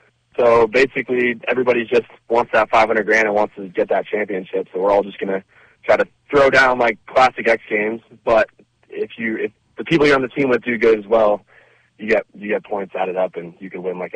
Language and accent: English; New Jersey, United States; now in California, United States; I mean, I'm actually from New Jersey, but I've made my career out here in California.